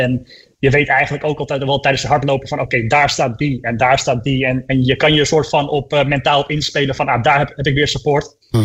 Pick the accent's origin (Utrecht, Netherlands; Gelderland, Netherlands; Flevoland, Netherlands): Flevoland, Netherlands; Almere; born there; Ik bedoel, ik ben geboren in het Flevo Ziekenhuis, een paar 100 meter van start en de finish vandaan, zeg maar.